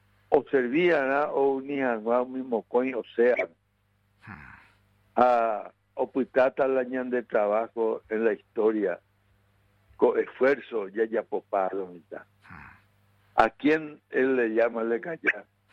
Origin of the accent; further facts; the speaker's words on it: Paraguay; Y me alegra como paraguayo que hemos soñado en los momentos difíciles de nuestra lucha política, me alegra de corazón, hoy con mis 85 años